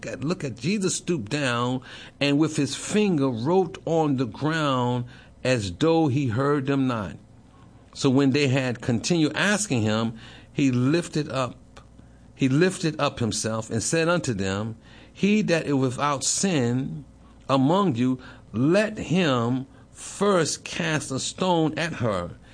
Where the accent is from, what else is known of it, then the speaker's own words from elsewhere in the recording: New York City, New York, United States; I'm from New York City.